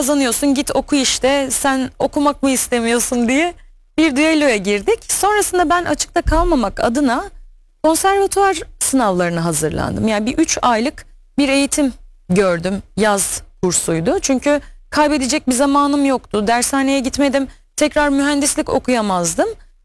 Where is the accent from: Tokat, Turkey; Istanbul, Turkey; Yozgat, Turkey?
Istanbul, Turkey; Ben jeofizik mühendisliği okumam bilmediğim bir şehirde dedim ki, İstanbul'da doğdum büyüdüm. İstanbul'da okumak istiyordum.